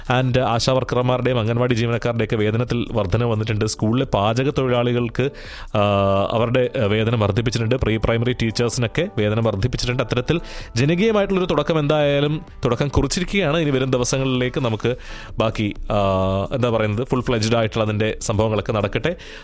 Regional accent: Kerala, India; നമ്മൾ ആശംസിക്കുകയാണ് ഒരു മലയാളി എന്ന നിലയിൽ.

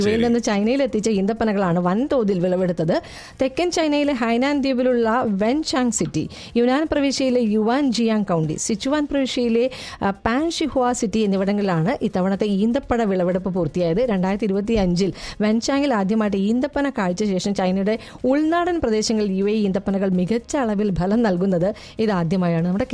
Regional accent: Kerala, India; കണ്ണൂർ ഒരു എയർപോർട്ട് വന്നപ്പോൾ ഞങ്ങൾ മലബാറുകാർ ഒരുപാട് സന്തോഷിച്ചിരുന്നു

